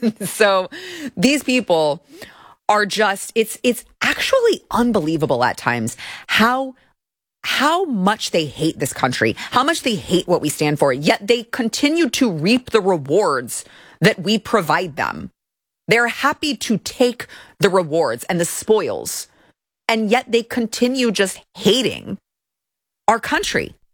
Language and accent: English; United States; as an American who's always been an American, who was born an American, who will die an American, and no, it's not because I'm an anchor baby, it's because my parents' heritage is here.